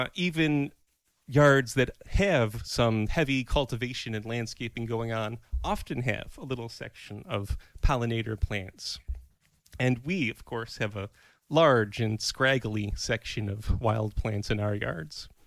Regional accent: New York, United States; I grew up in Western New York, more or less, with rounding.

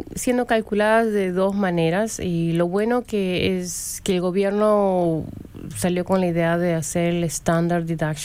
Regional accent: Lima, Peru; now in Perrysburg, Ohio, United States; soy de Lima, Perú. Yo tengo aquí en los Estados Unidos casi 30 años

